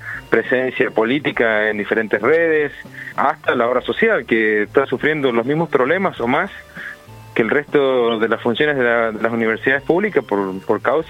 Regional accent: Argentina; como argentino, es un orgullo tener la Feria del Libro.

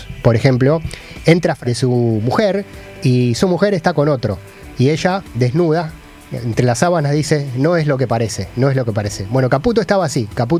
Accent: Argentina

